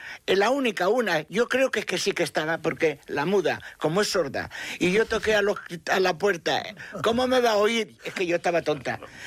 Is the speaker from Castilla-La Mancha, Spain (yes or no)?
yes; Fuenlabrada de los Montes, Castilla-La Mancha, Spain; born there; imagínate, yo nací en Fuenlabrada, de la provincia de Albacete.